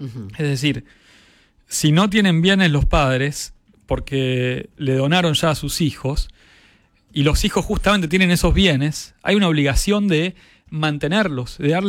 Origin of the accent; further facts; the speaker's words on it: Buenos Aires, Argentina; Iba a decir un pueblo en mi, porque soy tan porteño, pero es una ciudad en la provincia de Buenos Aires.